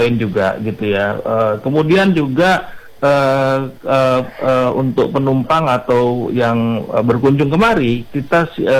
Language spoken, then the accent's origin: Indonesian; Jakarta, Indonesia; moved away as an adult; now in Batam, Indonesia; Saya orang Jakarta Pak Bedi. Dari Jakarta pindah ke Batam